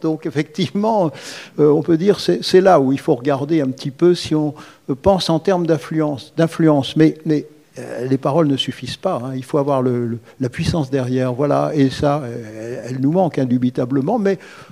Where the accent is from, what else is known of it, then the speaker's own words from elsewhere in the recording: France; je suis français